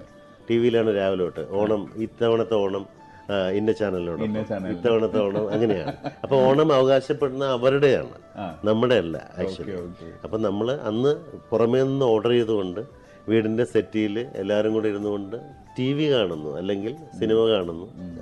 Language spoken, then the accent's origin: Malayalam; Palakkad, Kerala, India; നമ്മൾ മാതൂർ എന്ന് പറയുന്നത് പാലക്കാട് സൈഡിൽ.